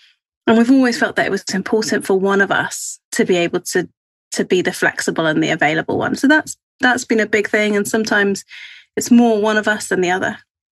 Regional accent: New Zealand; moved away; so I grew up in New Zealand where everyone had a bit of a can-do attitude. And when we came to England, I found lots of people who were like, just a little bit more passive.

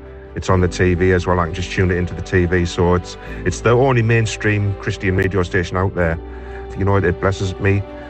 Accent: Gateshead, North East England, United Kingdom; I am from Gateshead.

